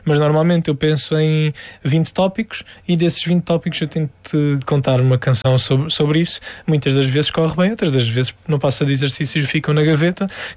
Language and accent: Portuguese; Algarve, Portugal; olha, eu sou algarvio, isto sou eu.